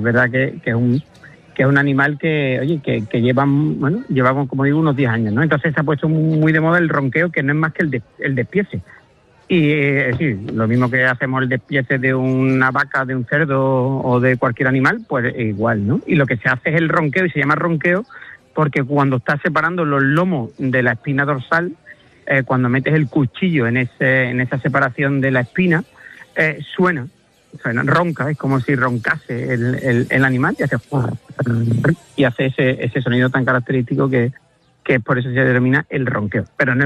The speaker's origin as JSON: {"language": "Spanish", "town": "Villanueva", "region": "Andalusia", "country": "Spain", "tie": "born or raised there", "said": "Yo digo que Villanueva está a 40 kilómetros de todo, porque está a 40 kilómetros de Huelva capital, está a 45 de Sevilla, está a 42 del Rocío"}